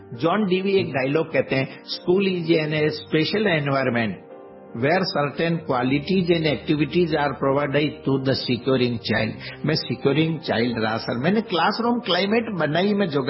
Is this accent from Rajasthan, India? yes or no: yes; Rajasthan, India; उसमें राजस्थान से हम दो जने थे सर, एक बीकानेर से थे और एक मैं था।